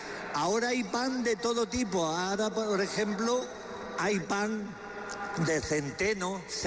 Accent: Jaén, Andalusia, Spain; yo soy de Jaén.

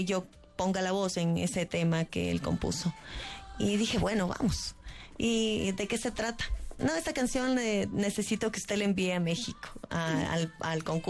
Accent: Imbabura, Ecuador; moved away as an adult; now in Quito, Ecuador; yo soy de Imbabura y en Imbabura me formé. Entonces, de Imbabura ya vine acá y ya estoy 25 años en la capital.

